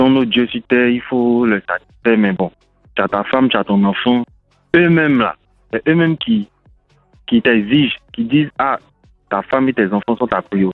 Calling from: Abidjan, Côte d’Ivoire; je vous appelle de Port Bouy.

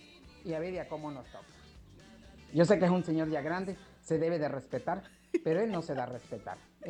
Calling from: Tabasco, Mexico; Y pues soy tabasqueño y la sangre la tengo caliente.

